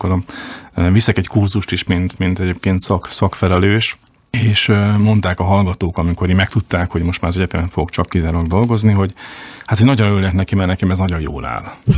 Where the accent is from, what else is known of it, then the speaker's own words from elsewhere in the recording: Slovakia; volt egy tanár a filozófia szakon, aki tudta, hogy magyarok vagyunk egy páron, és így titokban megengedte, hogy magyarul vizsgálszunk. Úgyhogy akkor jöttem Budapest, és akkor vettem a filozófia könyveket.